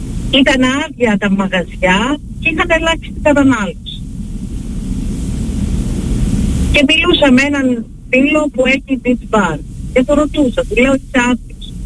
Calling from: Fourka, Central Macedonia, Greece; Είμαι από τη Φούρκα.

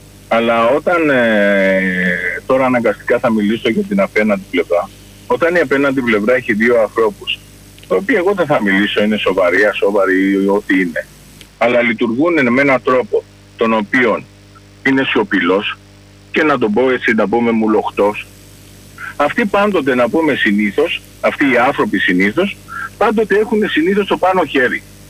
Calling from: Piraeus, Attica, Greece; από τα Καμίνια.

